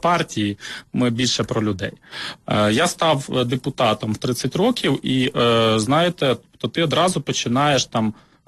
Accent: Mykolaiv Oblast, Ukraine; born there; also born or lived in Hlukhiv, Sumy Oblast

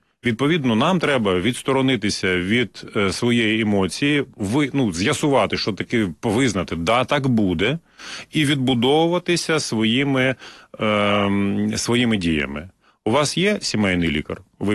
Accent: Luhansk Oblast, Ukraine; я народився і виріс на Донбасі, на Луганщині, і поруч зі мною завжди були або шахтарі, або металурги

